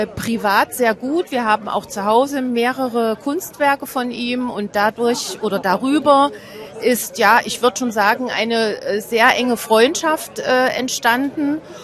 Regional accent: Halle, Saxony-Anhalt, Germany; moved away; Wir sind ja ursprünglich aus Halle gekomme

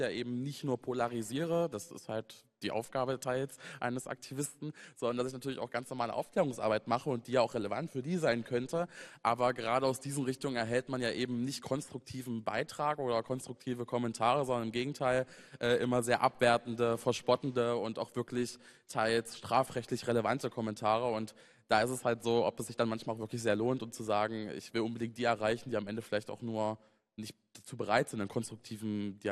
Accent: Saxony-Anhalt, Germany; ich meine, ich komme ja aus dem Saalekreis, ich komme ja aus einer Region, in der jetzt der Mainstream jetzt nicht so der ist wie in der Bundespolitik

